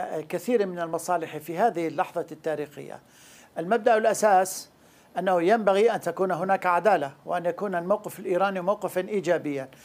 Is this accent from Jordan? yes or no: no; Syria; فنحن جاهزون كسوريين